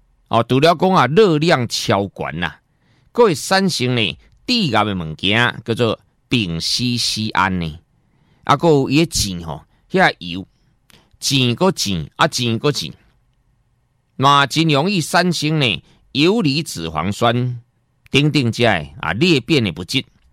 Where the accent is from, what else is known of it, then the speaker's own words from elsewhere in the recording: Taiwan; 我们台湾人